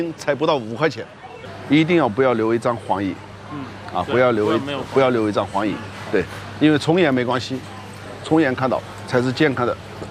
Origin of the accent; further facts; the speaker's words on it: China; now in Dubai, United Arab Emirates; 我们中国人在海外